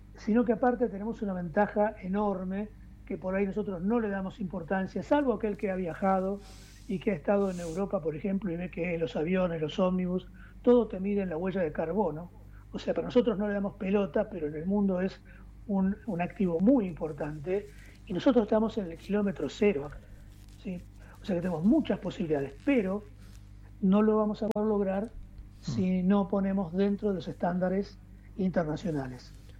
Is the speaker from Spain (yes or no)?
no; Argentina; como argentinos creemos que sabemos todo